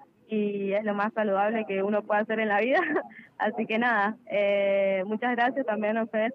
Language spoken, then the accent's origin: Spanish; San Rafael, Mendoza, Argentina; Yo soy de San Rafael, así que venimos un viajecito largo.